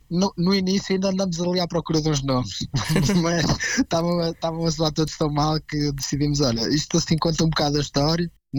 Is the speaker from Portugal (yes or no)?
yes; Portugal; Eu e o Marco somos portugueses, não é?